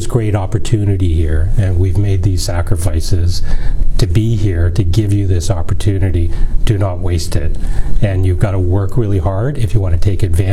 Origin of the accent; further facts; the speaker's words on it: Scarborough, Ontario, Canada; I spent most of my time growing up in the Malvern neighborhood, so we would have been close. And as you may recall, we were probably in Scarborough.